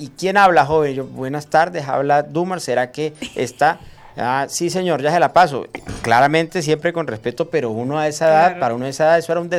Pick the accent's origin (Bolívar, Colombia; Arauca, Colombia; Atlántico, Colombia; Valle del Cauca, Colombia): Arauca, Colombia; yo crecí aquí en Arauca, en el Araguaney, que eso es pegado al Chircal. En ese momento ese barrio tenía calles sin pavimentar